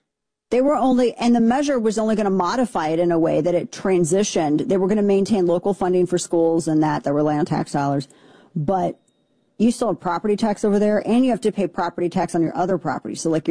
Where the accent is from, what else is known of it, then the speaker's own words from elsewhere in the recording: Missouri, United States; moved away; It's my home state. Most of my family still lives there.